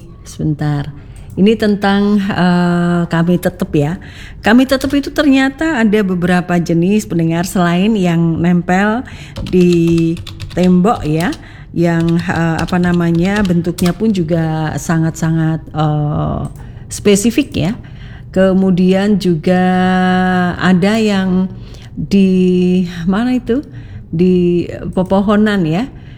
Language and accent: Indonesian; Palembang, South Sumatra, Indonesia; Maklum saya asli Palembang, jadi benar-benar gak tahu.